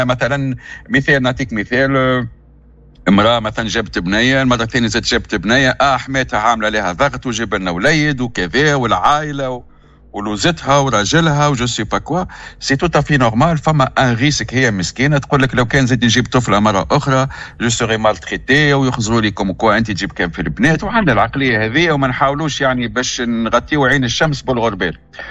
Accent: Tunisia; born there; أنت تونسية كيفي وتعرف، وإحنا كلنا ولدنا في تونس ونعرف عاداتنا وتقاليدنا

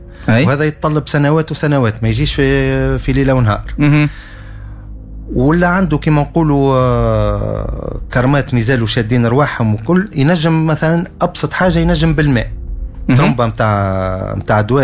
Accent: Tunisia

